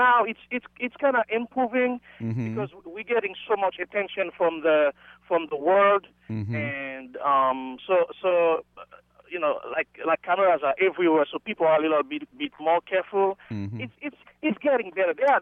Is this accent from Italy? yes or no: no; Haiti; now in United States; I'm from Haiti.